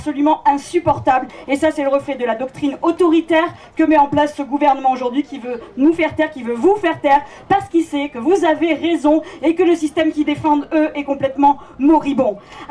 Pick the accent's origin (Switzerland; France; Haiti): France; Toulouse, Occitanie; Par chez moi, on dit beaucoup « No macadam », je viens de Toulouse, contre une fameuse autoroute